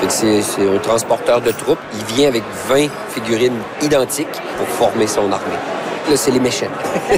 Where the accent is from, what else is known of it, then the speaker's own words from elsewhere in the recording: Chicoutimi, Quebec, Canada; now in Saint-Raymond, Canada; Moi, j'ai 45 ans. Je suis originaire de Chicoutimi, au Saguenay-Lac-Saint-Jean. Je reste entre Québec et Trois-Rivières, à Saint-Raymond-de-Portneuf.